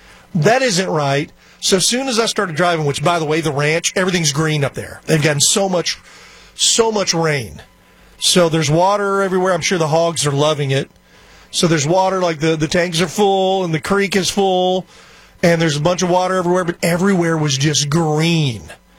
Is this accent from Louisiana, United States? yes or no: no; Texas, United States; those of us born and raised in Texas